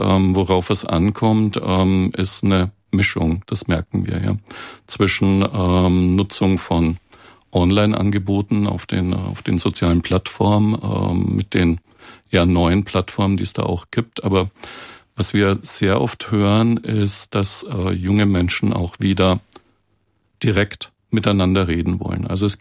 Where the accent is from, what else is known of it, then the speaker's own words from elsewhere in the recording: Southern Germany, Germany; now in Bonn, Germany; Ich würde ein klassisches Jein antworten als Süddeutscher.